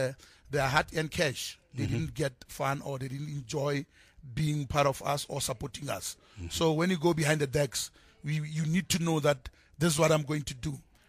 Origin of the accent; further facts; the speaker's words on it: Thaba Nchu, Free State, South Africa; No, we're from Mangaung. There are guys from, example, me. I'm from Tabanchu, born and bred